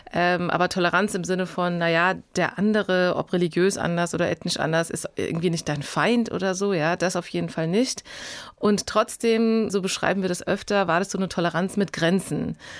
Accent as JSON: {"language": "German", "town": "Frankfurt", "region": "Hesse", "country": "Germany", "tie": "born or raised there", "said": "ich bin hier in Frankfurt aufgewachsen, in einem sehr religiösen Kontext"}